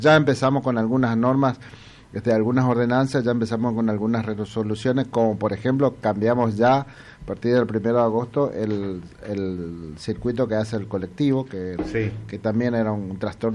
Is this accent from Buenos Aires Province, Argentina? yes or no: no; Makallé, Chaco, Argentina; Somos de Macallé